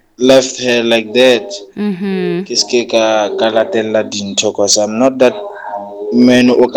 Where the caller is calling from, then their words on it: Johannesburg, Gauteng, South Africa; Actually, I'm from Joburg